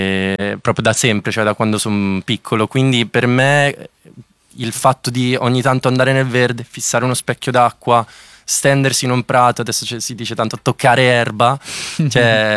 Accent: Rimini, Emilia-Romagna, Italy; io sono cresciuto in campagna, a Rimini, nella campagna riminese, e cioè circondato, diciamo, dalla campagna, non l'ho mai vissuta proprio, i miei facevano altro.

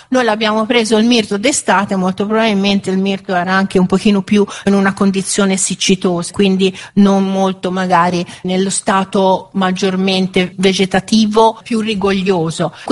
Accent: Pisa, Tuscany, Italy; io sono di Pisa

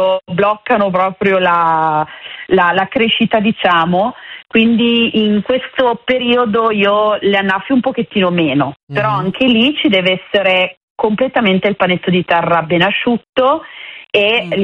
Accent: Parma, Emilia-Romagna, Italy

